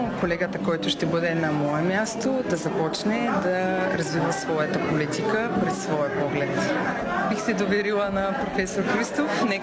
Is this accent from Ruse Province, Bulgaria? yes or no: no; Shumen, Shumen Province, Bulgaria; аз обичам моя роден град, милея за него.